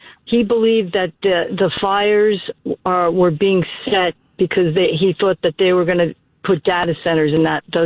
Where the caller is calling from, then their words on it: Sterling, Alaska, United States; I am in Sterling. It's on the Kenai Peninsula.